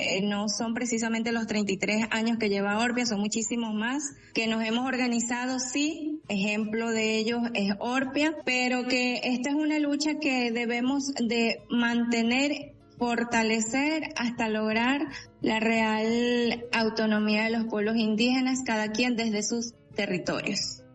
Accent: Guzmán Blanco, Amazonas, Venezuela; nosotros venimos del pueblo originario Huarequena, venimos de Guzmán Blanco.

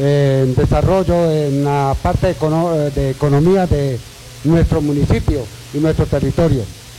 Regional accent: Táchira, Venezuela; Pues sí, nosotros somos del municipio de Cárdenas, de específicamente...

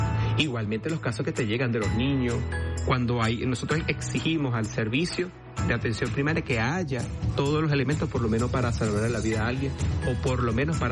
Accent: Caracas, Capital District, Venezuela

